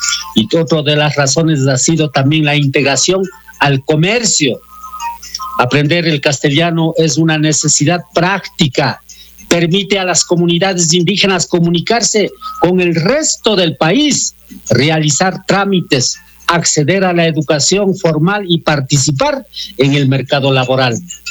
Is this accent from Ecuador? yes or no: yes; Ecuador; first language Kichwa; Spanish is a second language; En el Ecuador, los pueblos indígenas hablamos tanto su lengua materna, como es el quichua, y como el castellano